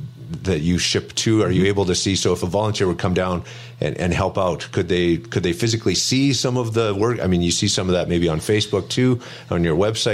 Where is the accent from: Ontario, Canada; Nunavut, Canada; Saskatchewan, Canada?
Saskatchewan, Canada; Regina; moved away; I grew up in Regina